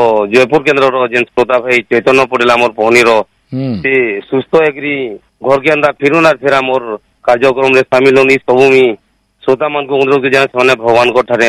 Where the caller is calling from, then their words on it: Bargarh, Odisha, India; କହୁଥିଲି, ଗ୍ରାମ ପୋଷ୍ଟ ମୁନି ଭୟାବି ପୁରୀ ଜିଲ୍ଲା ବରଗଡ଼ରୁ।